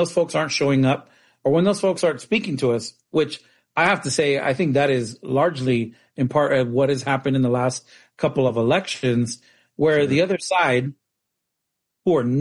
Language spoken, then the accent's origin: English; Phoenix, Arizona, United States; Phoenix, which is my hometown